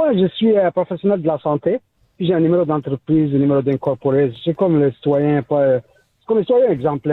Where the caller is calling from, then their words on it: Montreal, Quebec, Canada; Moi, je suis à Pointe-aux-Trembles, là où il y a la maison Nelligan. Puis là, mais je vais déménager à l'ouest, à Ville-Laval, dans le sud-ouest.